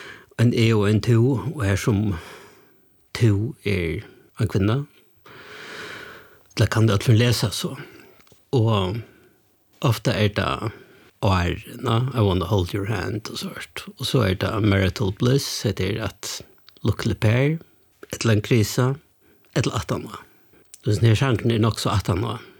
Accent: Morocco; Swedish is a second language; Men jag är från Marokko och checkar en universitet i Marokko.

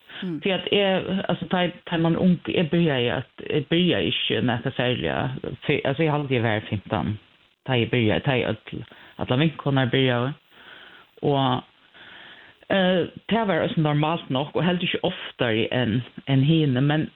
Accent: Klaksvík, Norðoyar, Faroe Islands; och jag kommer från Klagsvik. Jag är 48, akkurat nu

